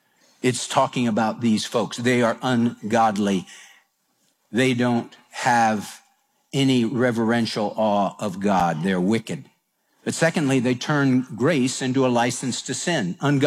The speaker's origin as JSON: {"language": "English", "town": "Houston", "region": "Texas", "country": "United States"}